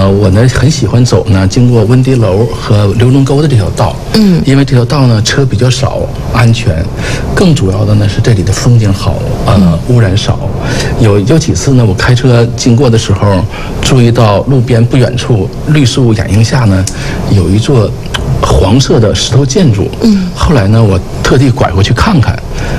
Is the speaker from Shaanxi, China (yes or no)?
no; Jinzhou, Liaoning, China; 就是我出生在锦州嘛，对锦州就有很深厚的感情，所以呢我很喜欢拍摄锦州的风貌。我觉得作为一个锦州人要把自己的家乡拍好